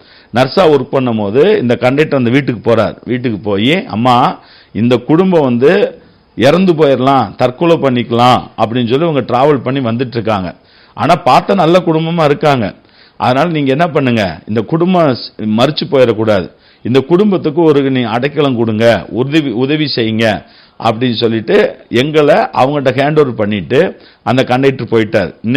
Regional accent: Cholavandan, Tamil Nadu, India; born there; also born or lived in Madurai / Kanakkampatti; என்னுடைய சொந்த ஊர் வந்து சோழவந்தார். சோழவந்தான் கேள்விப்பட்டிருக்கீங்களா? நல்ல ஒரு அருமையான ஊர். அதனால் சோழவந்தான் வந்து விவசாயத்துக்கு நல்ல ஒரு பெயர் போன பூமின்னு சொல்லி நம்ம பார்க்குறோம். அந்த அங்கே தான் நான் பிறந்தேன்.

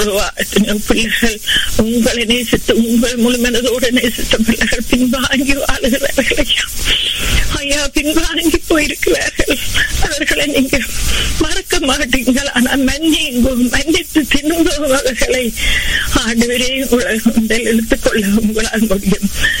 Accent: Sri Lanka; நாங்க பிறந்து வளர்ந்த தேசமாக இலங்கை தேசத்துக்காக அந்த அழகிய தீவுக்காக

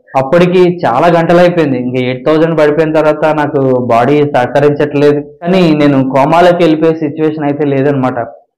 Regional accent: Kontalam, Andhra Pradesh, India; మొదటిగా మాది విశాఖ జిల్లాలో ఒక చిన్న కుగ్రామం, చిన్న గ్రామం. మా గ్రామం పేరు కొంతలం గ్రామం.

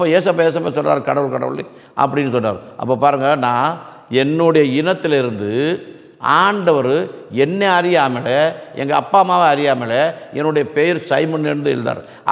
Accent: Tamil Nadu, India; born there

